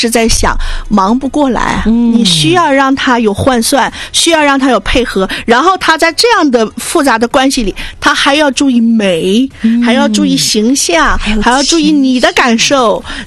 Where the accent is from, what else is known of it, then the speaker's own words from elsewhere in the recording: Northeast China, China; accent: Northeastern; 狗狗，我们东北话叫狗狗狗